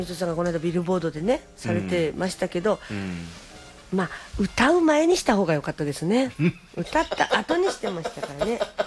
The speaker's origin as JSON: {"language": "Japanese", "region": "Okinawa", "country": "Japan", "tie": "born or raised there", "said": "別にその沖縄が嫌だとかじゃなくて、うんうんうん、自分たちがじゃあ生まれ育った島の、あのことを知るっていうこととかがあまりこう少なかったんだろうなって"}